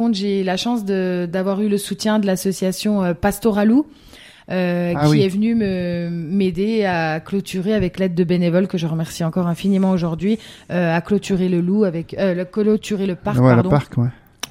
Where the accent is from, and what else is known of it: Grand Est, France